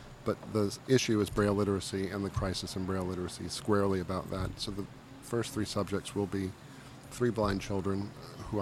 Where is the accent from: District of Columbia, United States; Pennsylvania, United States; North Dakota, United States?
District of Columbia, United States; Washington; this is my bread and butter, my hometown, and the Southwest is really my origin, where I grew up, and also where I returned to finish writing my book. I've lived all over town, but now it's I'm back where I started.